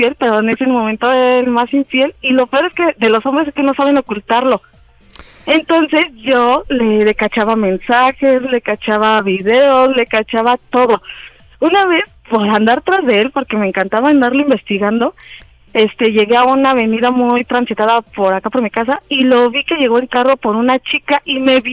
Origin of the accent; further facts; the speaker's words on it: Mexico City, Mexico; Tengo 35, soy de CDMX.